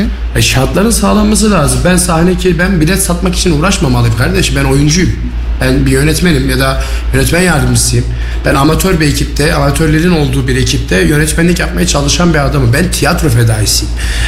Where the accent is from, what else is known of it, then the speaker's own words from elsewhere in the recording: Kayseri, Turkey; Yani ben Kayseri'nin evladıyım. Ben burada büyümüşüm. Ben bu okullarda büyümüşüm.